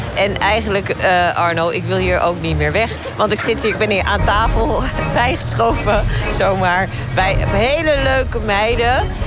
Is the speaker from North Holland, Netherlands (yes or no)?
yes; Haarlem, North Holland, Netherlands; ik kom uit Haarlem.